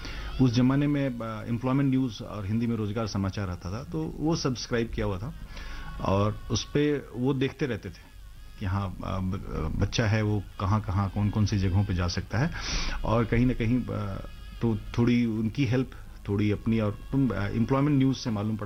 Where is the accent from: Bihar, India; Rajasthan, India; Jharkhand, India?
Bihar, India; मैं बिहार में पैदा पला बड़ा बड़ा हुआ